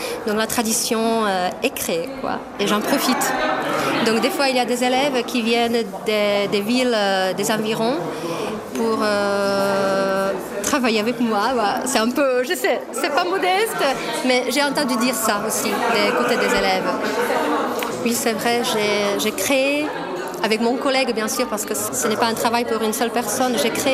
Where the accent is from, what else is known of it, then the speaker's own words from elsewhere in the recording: Český Těšín, Moravian-Silesian Region, Czechia; French is a second language; also born or lived in Ostrava; Je ne suis pas née à Český Těšín, mais je suis née à Ostrava, donc c'est à, disons, à 30 km de là-bas.